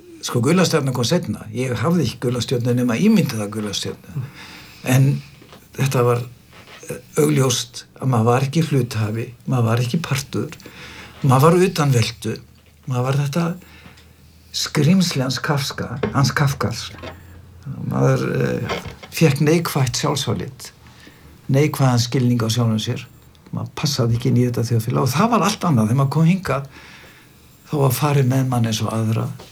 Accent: Stóragiljá, Northwestern Region, Iceland; Ég var uppalinn svona hálfuleiti á Stórgiljá, norður Húnaþingi

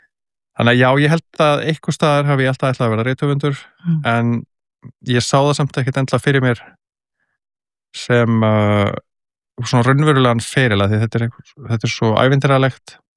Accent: Kópavogur, Capital Region, Iceland; also born or lived in Reykjavík; Ég alinn upp í Kópavogi til 13 ára aldurs í Hjallakverfinu og ég fæddist svona í Reykjavík en ég man ekkert eftir því hérna fyrstu árunum en ég man bara eftir uppeldi í Kópavogi

